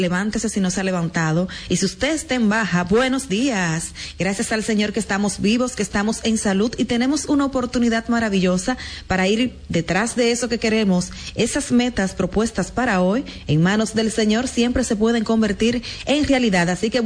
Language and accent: Spanish; Dominican Republic; quizás nosotros como dominicanos no le prestamos mucha atención